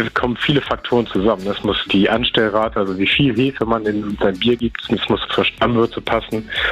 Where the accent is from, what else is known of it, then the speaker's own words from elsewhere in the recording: Schleswig-Holstein, Germany; dass ich auch als Schleswig-Holsteiner